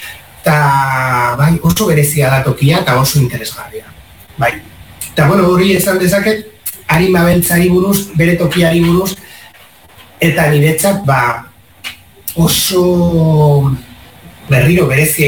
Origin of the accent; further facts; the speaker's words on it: San Sebastián, Basque Country, Spain; Ni donostiarra naiz, baino Pasaian eta Uria mendian asko ibili naiz, asko.